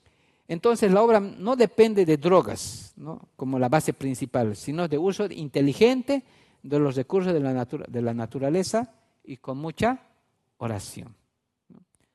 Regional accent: Bolivia; Es como hoy en día en nuestro país, aquí en Bolivia

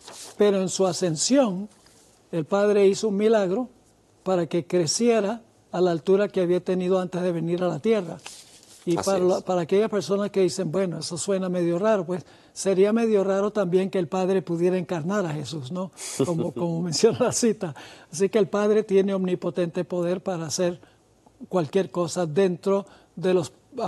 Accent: Venezuela; yo crecí en Venezuela, muchas veces visité Calabozo, los llanos de Venezuela.

